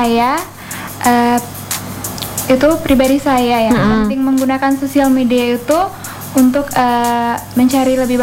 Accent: Indonesia; Saya asli dari Datu Kelly.

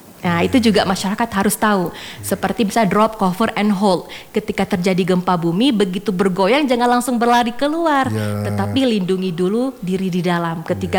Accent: Aceh, Indonesia; Kita Aceh Tengah ini sangat rawan gempa bumi

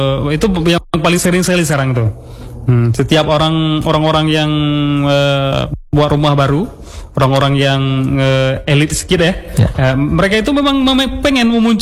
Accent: Aceh, Indonesia; Masa rumah saya enggak, saya orang Aceh, masa rumah saya enggak mirip orang Aceh gitu ya.

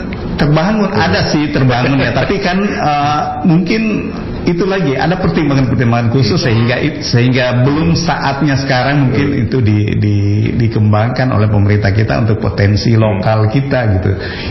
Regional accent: Central Sulawesi, Indonesia; born there; terutama di daerah saya ya, di Morowali Utara

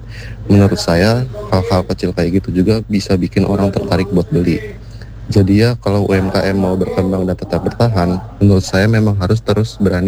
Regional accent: Lampung, Indonesia; saya dari Teluk.

